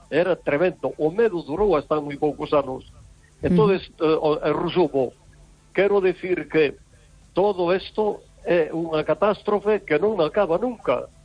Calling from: Vigo, Galicia, Spain; Sí, vamos a ver

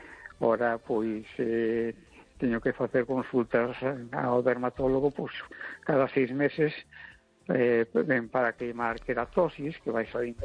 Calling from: A Coruña, Galicia, Spain; de Coruña.

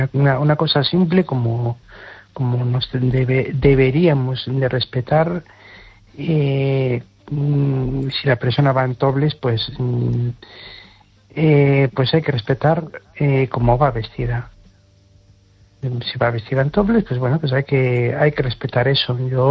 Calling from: Spain; de Pueblo de Moiro.

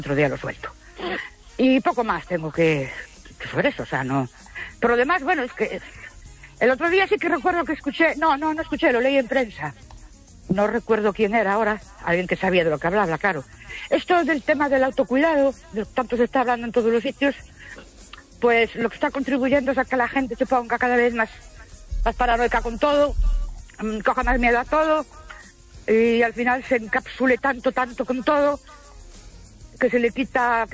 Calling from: Ourense, Galicia, Spain; de Urense.

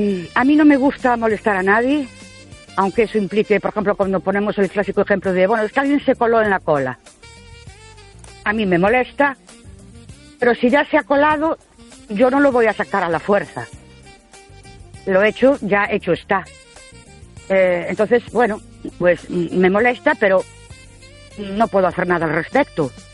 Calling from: Ourense, Galicia, Spain; de Ourense.

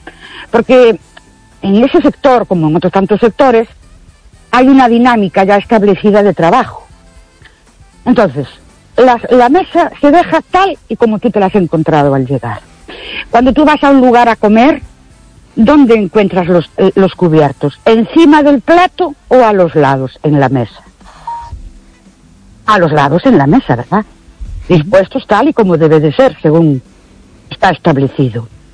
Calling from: Ourense, Galicia, Spain; de Orense otra vez.

